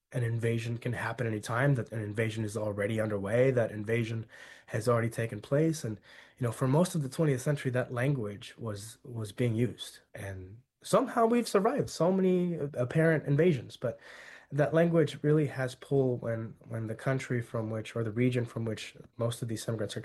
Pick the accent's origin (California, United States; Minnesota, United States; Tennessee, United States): California, United States; because I grew up in Central California, the home of the farm workers movement, and everything there harkened back to the 1960s, to Cesar Chavez, to the farm labor struggle. My parents were farm workers.